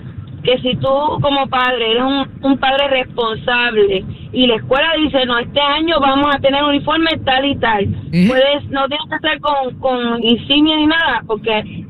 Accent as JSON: {"language": "Spanish", "country": "Puerto Rico", "tie": "born or raised there", "moved": "yes", "said": "Yo soy de Puerto Rico"}